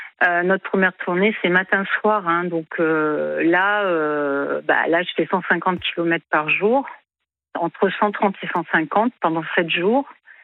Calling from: Nouvelle-Aquitaine, France; Je suis en Nouvelle-Aquitaine, je suis au nord de Bordeaux, à 40 km à peu près. Je travaille à Saint-Savin, je suis à un quart d'heure, déjà 15 km de mon domicile.

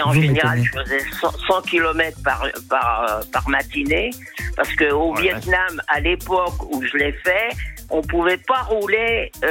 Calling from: Paris, Île-de-France, France; De Paris.

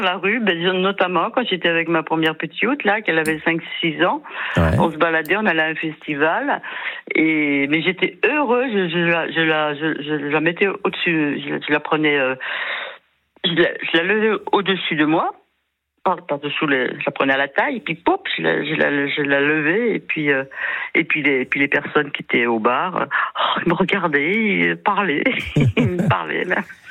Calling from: Occitanie, France; moi je suis en Ariège

